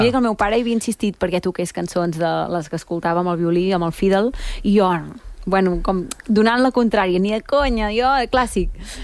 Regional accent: Catalonia, Spain; Jo sóc d'Osona, de Catalunya.

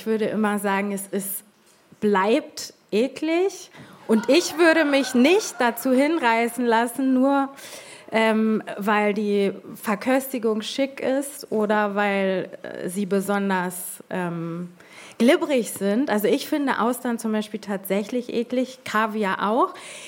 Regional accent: Hamburg, Germany; Ich bin nicht Sylterin, ich bin Hamburgerin.

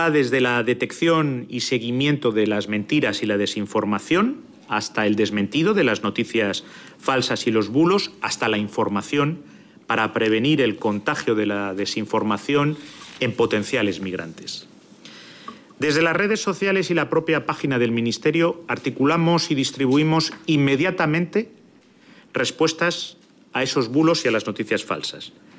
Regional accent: Spain; estados que se han trazado como objetivo dividirnos, incluso disolvernos como españoles y como europeos.

